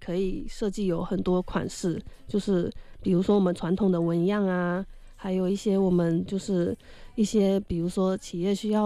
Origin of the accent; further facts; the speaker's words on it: Fujian, China; 我们闽南人